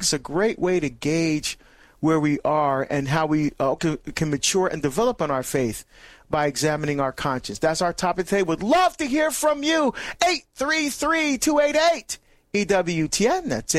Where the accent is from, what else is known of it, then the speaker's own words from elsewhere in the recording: Barbados; it's sweet bread that my mom, we're from Barbados, and my mom used to make that.